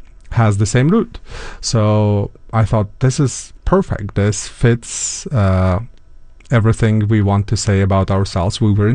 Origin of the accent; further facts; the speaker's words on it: Uzbekistan; first language Uzbek; English is a second language; moved away; I come from Uzbekistan